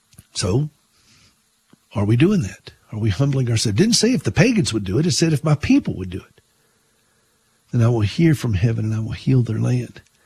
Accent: South Carolina, United States; moved away; my hometown there in South Carolina

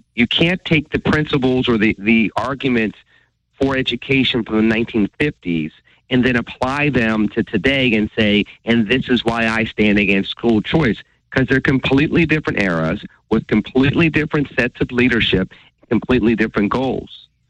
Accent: Pittsburgh, Pennsylvania, United States; growing up in Pittsburgh, Penn Hills

